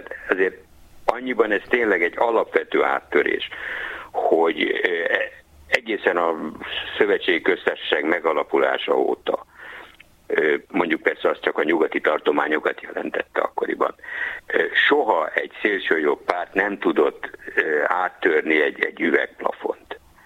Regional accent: Hungary; és hát azért mi magyarok vagyunk

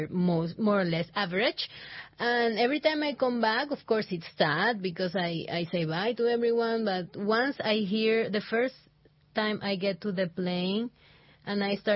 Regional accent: Ecuador; English is a second language; And every time I was saying that I was from Ecuador, I always had like a good reaction.

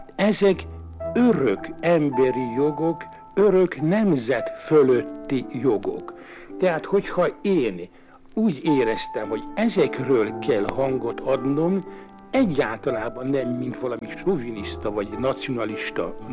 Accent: Hungary; born or raised there; moved away; also born or lived in France

